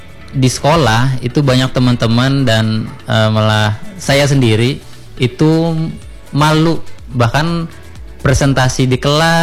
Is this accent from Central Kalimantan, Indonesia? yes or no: yes; Palangkaraya, Central Kalimantan, Indonesia; lahir dan besar di Kota Palangkaraya